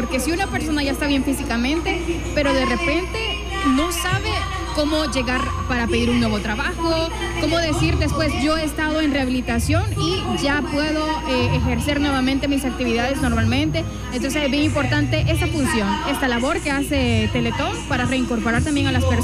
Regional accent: El Salvador; nosotros como salvadoreños

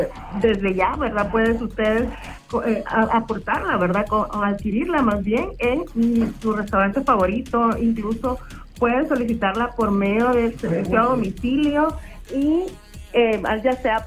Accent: El Salvador; Y queremos como salvadoreños

